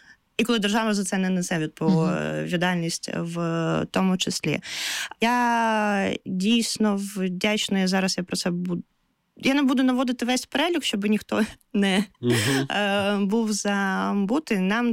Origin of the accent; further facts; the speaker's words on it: Kherson, Kherson Oblast, Ukraine; Я сама з Херсону